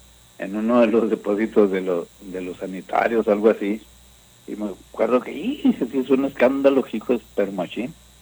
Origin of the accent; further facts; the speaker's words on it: Cuauhtémoc, Chihuahua, Mexico; mire, mi tierra es Cuauhtémoc, pero yo quiero que ganen los Indios.